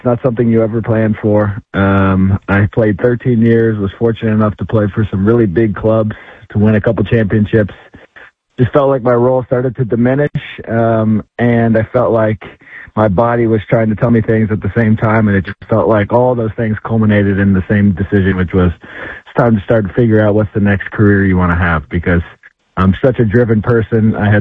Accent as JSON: {"language": "English", "town": "Indianapolis", "region": "Indiana", "country": "United States", "tie": "born or raised there", "said": "Obviously, growing up in Indianapolis, I had basketball."}